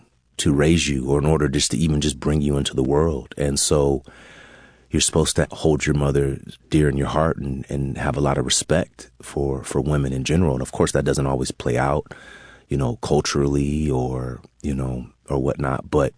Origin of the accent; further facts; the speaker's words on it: California, United States; born or raised there